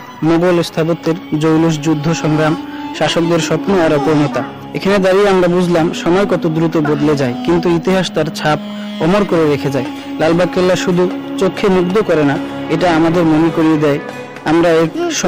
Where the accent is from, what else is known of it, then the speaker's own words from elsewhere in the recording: Bagerhat, Khulna Division, Bangladesh; now in Narsingdi, Bangladesh; আমার গ্রামের বাড়ি খুলনা বাগেরহাট, আমি নরসিংদী থেকে এসেছি